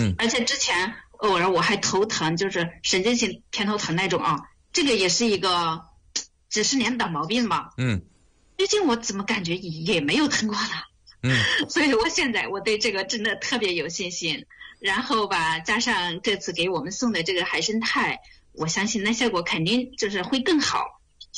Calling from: Hunan, China; 我是湖南的。

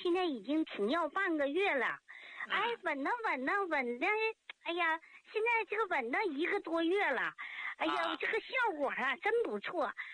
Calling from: Tangshan, Hebei, China; 我是唐山的，河北唐山的。

